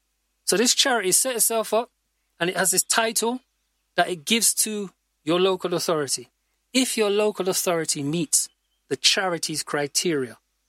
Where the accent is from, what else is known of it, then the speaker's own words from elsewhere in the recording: United Kingdom; as African British people.